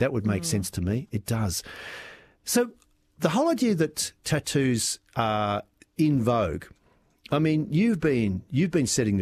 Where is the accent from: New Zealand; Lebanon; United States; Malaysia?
New Zealand; Being a Kiwi, my own, one and only tattoo reflects my heritage and a deep love and affinity for New Zealand.